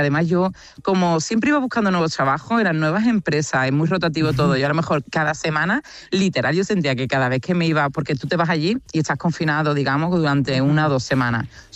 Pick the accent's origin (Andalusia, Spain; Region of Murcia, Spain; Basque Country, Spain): Andalusia, Spain; Cádiz; moved away as an adult; also born or lived in Seville; now in Australia